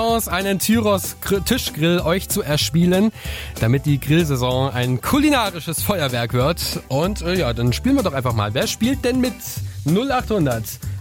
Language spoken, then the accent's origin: German; Thuringia, Germany; Da sage ich als Thüringer auch nicht nein.